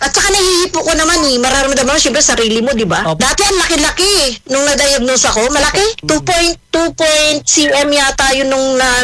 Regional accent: Bacoor, Calabarzon, Philippines; now in Hong Kong; Taga Molino Bacoor ako. Tapos, nandito ngayon sa, ano, sa Hong Kong.

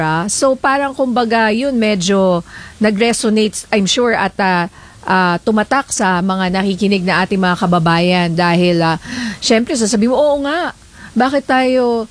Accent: Ilocos Region, Philippines; hindi lang dahil ako taga Ilocos

